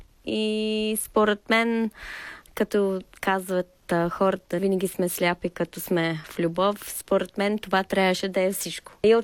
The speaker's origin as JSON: {"language": "Bulgarian", "town": "Hayling Island", "region": "South East England", "country": "United Kingdom", "second_language": "Bulgarian", "moved": "as an adult", "lives_now": "Sofia, Bulgaria", "said": "и тук живея в България, в София, може би малко повече от 18 години. Оригинално съм от Южна Англия, на един малък остров, Хейлинг Айленд се казва, близо до Портсмут. Едно много уютно място."}